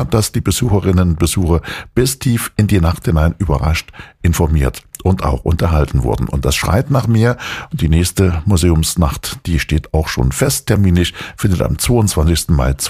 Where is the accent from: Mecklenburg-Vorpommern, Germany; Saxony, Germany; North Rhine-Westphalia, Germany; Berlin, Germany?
Saxony, Germany; Chemnitz; Wir switchen nach Chemnitz, nach meiner Heimatstadt.